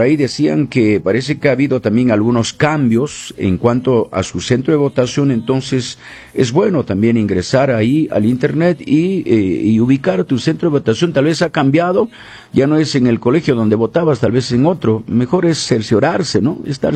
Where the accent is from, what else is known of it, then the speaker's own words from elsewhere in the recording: Paruro, Cusco, Peru; now in Cusco, Peru; Tengo que ir a Paruro, mi tierra linda, exactamente al distrito de Anoquite, para poder ahí emitir mi voto correspondiente.